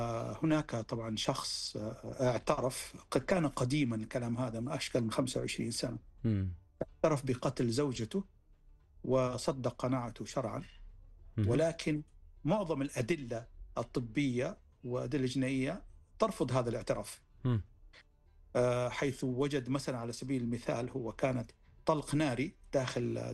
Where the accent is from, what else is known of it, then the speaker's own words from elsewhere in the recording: Saudi Arabia; عندنا في السعودية هنا